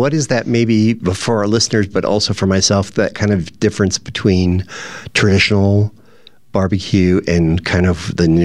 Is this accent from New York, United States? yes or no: no; San Diego, California, United States; At least, I'm from San Diego, and, you know, LA is kind of a dirty word for San Diegans.